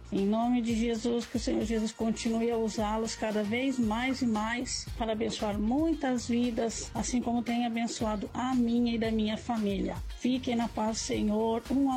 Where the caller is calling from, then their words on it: Canoas, Rio Grande do Sul, Brazil; sou de Canoas, Rio Grande do Sul